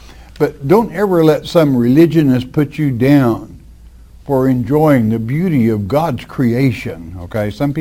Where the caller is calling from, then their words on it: Colorado, United States; from Colorado.